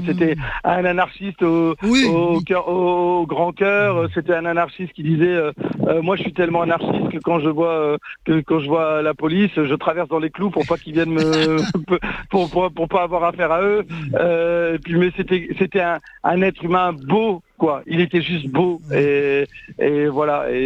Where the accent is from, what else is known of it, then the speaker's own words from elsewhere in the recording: Lille, Hauts-de-France, France; Hein, nous, on est originaire de Lille, là-haut, à la maison.